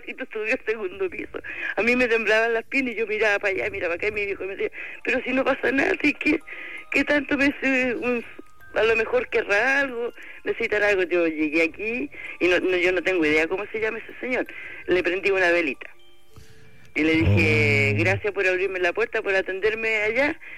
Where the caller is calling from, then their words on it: Santiago, Santiago Metropolitan Region, Chile; Yo soy de acá, de Cerro Navia.